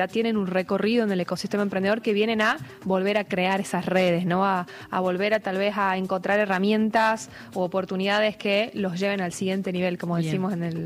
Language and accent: Spanish; Jujuy, Argentina